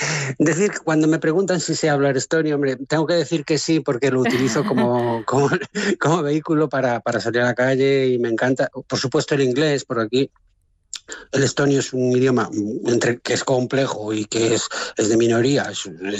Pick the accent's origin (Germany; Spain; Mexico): Spain; Galicia; Y bueno, yo soy gallego, mi mano en la cocina española siempre está detrás